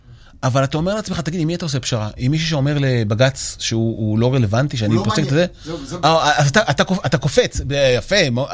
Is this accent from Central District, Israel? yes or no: yes; Yavne, Central District, Israel; אני גדלתי ביבנה. הגענו לשם לאינטגרציה